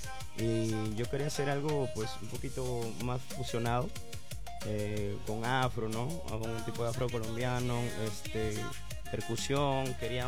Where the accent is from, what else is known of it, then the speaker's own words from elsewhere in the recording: Piura, Peru; Yo soy piurano